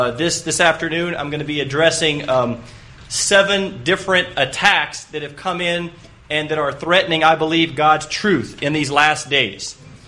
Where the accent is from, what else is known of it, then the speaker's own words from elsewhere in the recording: Raleigh, North Carolina, United States; born there; moved away; I grew up here in Raleigh